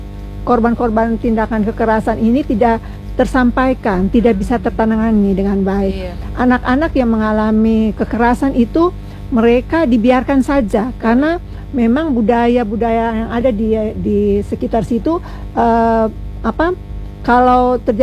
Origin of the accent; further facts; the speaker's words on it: Ambon, Maluku, Indonesia; karena kita kan orang Ambon, kita tahu bagaimana kalau kekerasan verbal itu kan biasanya sampai dengan menyebutkan mereka dengan kata-kata yang sampai binatang seperti itu.